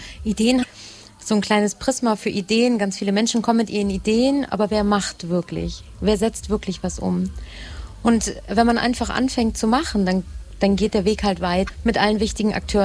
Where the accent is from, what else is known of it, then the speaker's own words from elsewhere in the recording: Hamburg, Germany; ich komme ursprünglich aus Hamburg, habe das Stadtleben sehr ausgenutzt